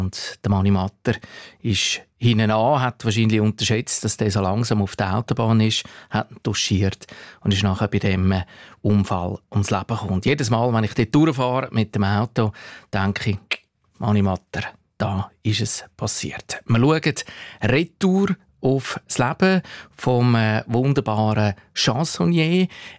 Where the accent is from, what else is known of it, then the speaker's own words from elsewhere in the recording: Zurich, Switzerland; Ich bin aus der Stadt Zürich